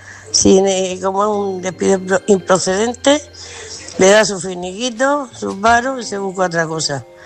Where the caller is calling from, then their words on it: Murcia, Region of Murcia, Spain; de Murcia